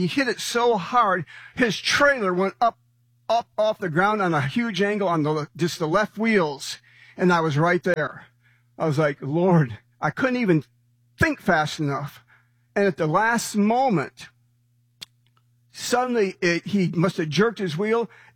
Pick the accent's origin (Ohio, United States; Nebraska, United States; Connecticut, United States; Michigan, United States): Michigan, United States; moved away as an adult; Cheryl and I, my wife, we're from Michigan. We've lived here since 1985